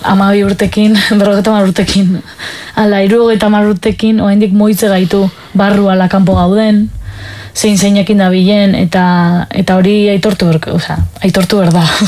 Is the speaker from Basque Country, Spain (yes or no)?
yes; Zumaia, Basque Country, Spain; ni Zumaiarra naiz